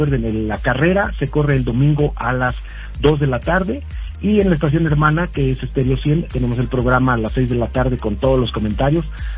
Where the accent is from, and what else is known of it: Mexico